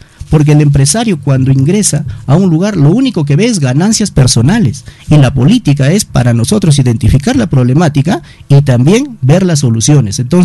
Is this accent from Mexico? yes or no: no; Peru; yo quiero regalar mis mejores años al servicio de mi pueblo, de mi distrito de Gallipampa.